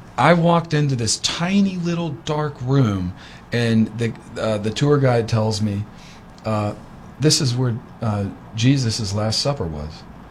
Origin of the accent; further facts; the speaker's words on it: United States; born there; first and foremost, I'm an American. This is where I was born, and this is the greatest country in the world.